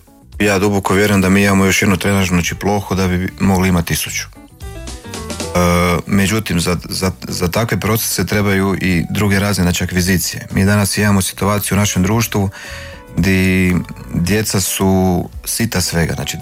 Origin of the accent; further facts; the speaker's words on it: Zagreb, City of Zagreb, Croatia; mi tamo svi inače Rudišani smo ponosni